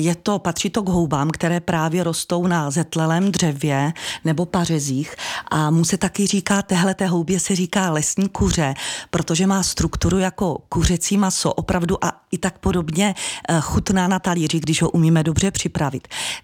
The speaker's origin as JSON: {"language": "Czech", "region": "Silesia", "country": "Czechia", "said": "já pocházím ze Slezska a moje část rodiny z mamčiny strany vlastně je z Beskyd."}